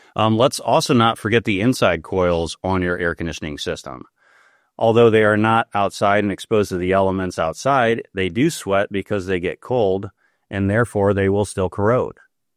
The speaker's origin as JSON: {"language": "English", "region": "Ohio", "country": "United States", "said": "I'm from Ohio originally, plenty of rail and trains around."}